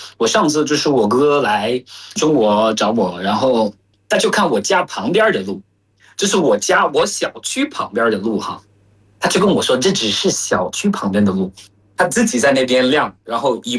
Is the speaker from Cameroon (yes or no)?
yes; Yaoundé, Centre, Cameroon; Chinese is a second language; moved away; 在喀麦隆，像在我的老家，我虽然没怎么去过那儿，因为我一直在首都，但是我觉得在我老家，我记得我小时候我爸带我去的很多次